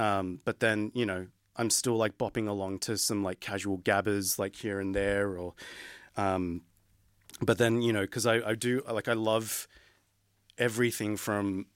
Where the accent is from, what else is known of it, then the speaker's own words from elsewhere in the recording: Western Sydney, New South Wales, Australia; moved away as an adult; also born or lived in Berlin; I'm from the West. Like, come on. Sorry, Shadow of the Blue Mountains. You know, birthplace